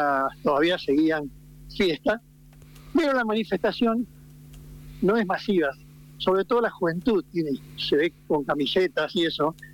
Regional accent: Argentina; now in Spain; los argentinos acá la sufrimos, porque cada vez que nos encontramos con alguien que nos detecta como argentino

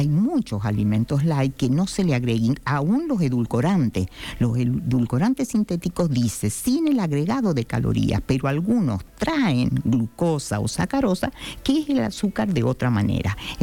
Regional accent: San Juan, Argentina

